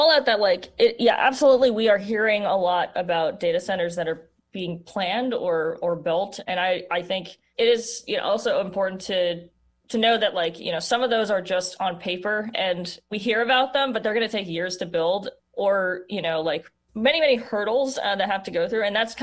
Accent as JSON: {"language": "English", "town": "Las Vegas", "region": "Nevada", "country": "United States", "said": "But yeah, I will say I'm from Las Vegas, by the way."}